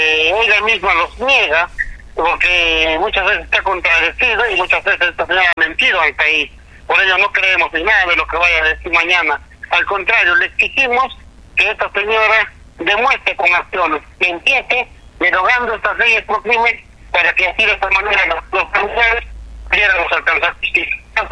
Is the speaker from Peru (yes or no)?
yes; Peru; Porque si nosotros, como peruanos, no decimos nada, nos callamos ante estos abusos